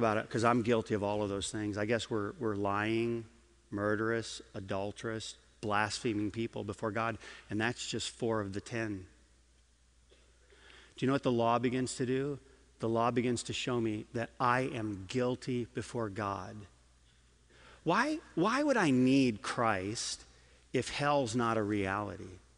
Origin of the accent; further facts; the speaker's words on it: Michigan, United States; I grew up at a time, and I grew up in Michigan, where you didn't tell people that you loved them